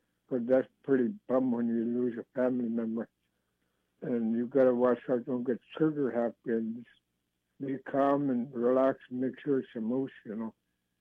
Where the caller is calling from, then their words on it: Bethel, Alaska, United States; I'm from Bethel.